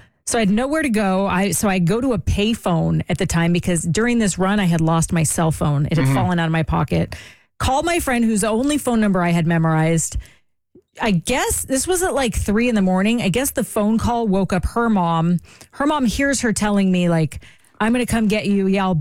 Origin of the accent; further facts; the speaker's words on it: Los Angeles, California, United States; I grew up